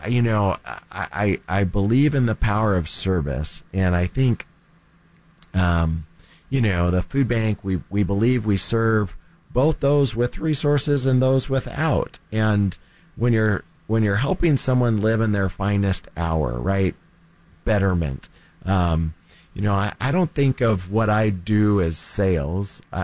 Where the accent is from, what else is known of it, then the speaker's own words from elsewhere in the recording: Fort Worth, Texas, United States; So, you know, I grew up in North Texas, Fort Worth area, for many years